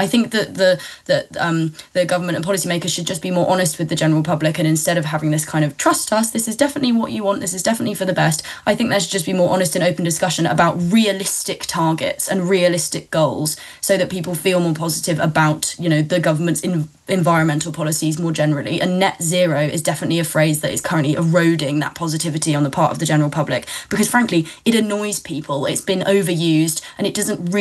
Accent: United Kingdom; first language English; Brits is that we're so shockingly monolingual.

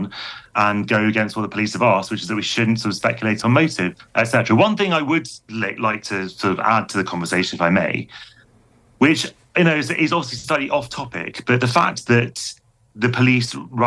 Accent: London, United Kingdom; Certainly the way I grew up growing up in London in the 1990s was that terrorism was something that was designed to strike terror into the heart of the population

